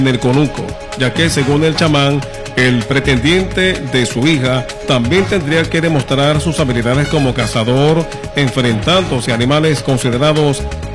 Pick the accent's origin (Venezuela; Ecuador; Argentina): Venezuela; Nosotros, los venezolanos